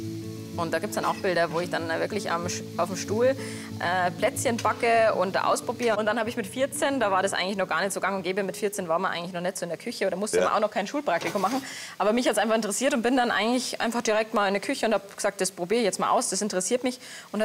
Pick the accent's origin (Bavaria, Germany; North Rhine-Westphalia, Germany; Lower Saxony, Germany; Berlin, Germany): Bavaria, Germany; also born or lived in Landshut; Also in Niederbayern. Ich bin gebürtig aus Landshut und eine halbe Stunde vor Landshut aufgewachsen.